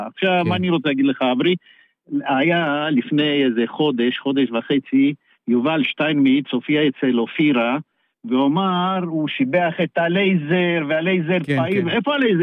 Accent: Romania; now in Israel; כשאני עליתי מרומניה, אני נחשב לישראל השלישית

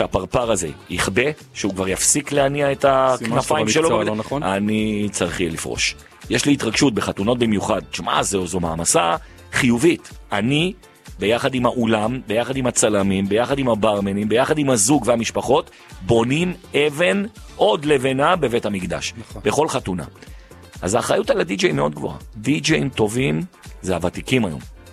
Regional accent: Jerusalem, Jerusalem District, Israel; כי אני ירושלמי.

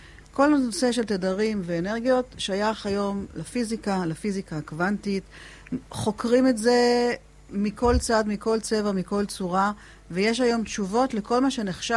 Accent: Eilat, Southern District, Israel; ההורים שלי הגיעו לפה ב-1960, אני נולדתי ב-1965, סבתא שלי, זיכרונה לברכה … הייתה גננת פה, עוזרת לגננת

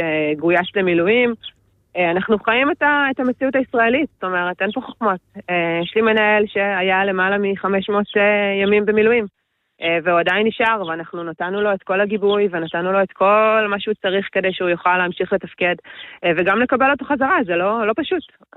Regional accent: Central Israel, Israel; אני מהמרכז

